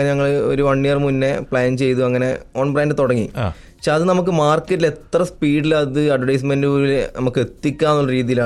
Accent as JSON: {"language": "Malayalam", "town": "Kannur", "region": "Kerala", "country": "India", "said": "എന്റെ സ്ഥലം വരുന്നത് കണ്ണൂരാണ്."}